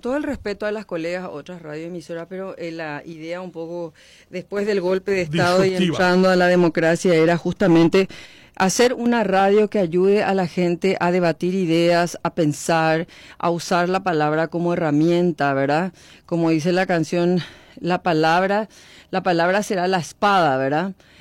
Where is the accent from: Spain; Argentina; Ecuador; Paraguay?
Paraguay